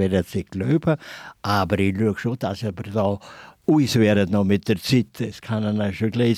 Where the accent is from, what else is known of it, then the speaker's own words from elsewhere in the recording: Allgäu, Germany; Da sind wir Allgäuer.